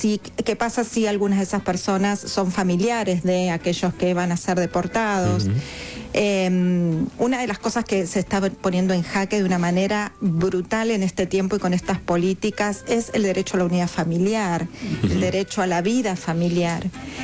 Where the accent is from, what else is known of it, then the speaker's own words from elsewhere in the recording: Argentina; países como el nuestro, como la Argentina